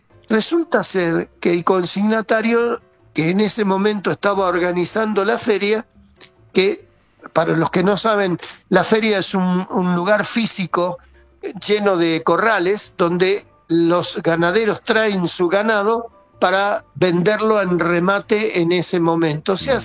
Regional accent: Buenos Aires, Argentina

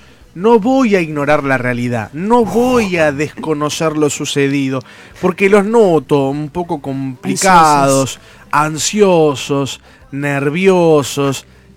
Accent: Argentina

